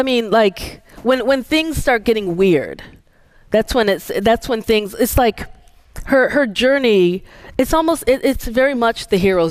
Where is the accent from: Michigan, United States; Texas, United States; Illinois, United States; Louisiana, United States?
Illinois, United States; being Nigerian American.